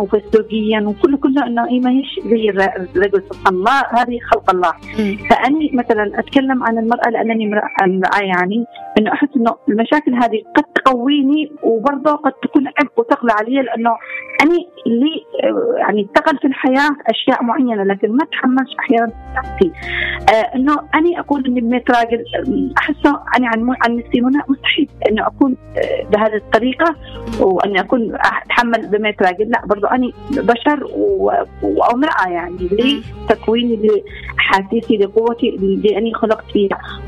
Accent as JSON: {"language": "Arabic", "country": "Yemen", "said": "أنا كمجتمع يمني"}